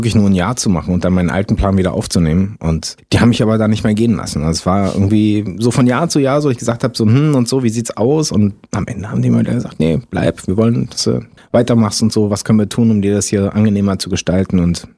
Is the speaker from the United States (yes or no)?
no; France; Ja, ich bin auch Franzose.